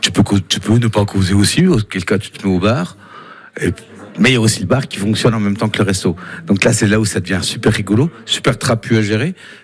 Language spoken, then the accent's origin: French; Bourgogne-Franche-Comté, France; Un bon comté, parce que je suis jurassien.